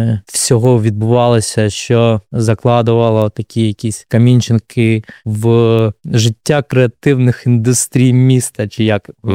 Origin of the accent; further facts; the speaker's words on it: Kupiansk, Kharkiv Oblast, Ukraine; born there; moved away as an adult; now in Kharkiv, Ukraine; Я народився в Куп'янську, приїхав в Харків навчатися в фармацевтичний університет.